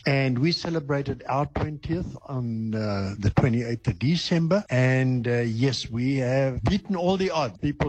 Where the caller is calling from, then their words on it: South Africa; I am South African, older South African, product of the apartheid system.